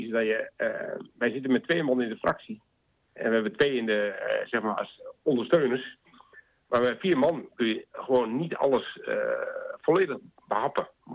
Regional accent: Rijssen, Overijssel, Netherlands; moved away as an adult; also born or lived in Nijverdal; now in Heerde, Netherlands; Een rasechte tukker. En ik ben geboren in Rijssen, heb daar eigenlijk ook mijn hele jeugd gewoond. Ik ging naar de middelbare school in Nijverdal. Dus wat dat betreft, ik heb in twee werelden geleefd. In Rijzen en in Nijverdal.

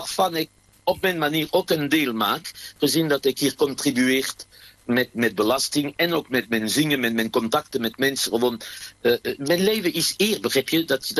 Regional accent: France; is een waanzinnige mooie nummer die mij heel dierbaar is als Fransman.

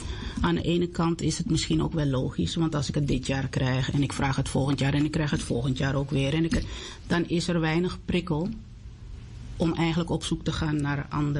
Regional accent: Netherlands; born there; Ik ben in Nederland geboren. Ik heb hier gestudeerd. Ik heb er in loondienst gewerkt

